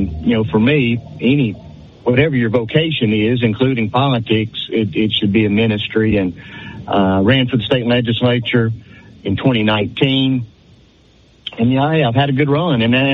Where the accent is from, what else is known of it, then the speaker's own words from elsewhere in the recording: Rapides Parish, Louisiana, United States; moved away as an adult; now in Grant Parish, United States; Born and raised in Rapides Parish. Been in Grant Parish, which we absolutely love, about 20 years.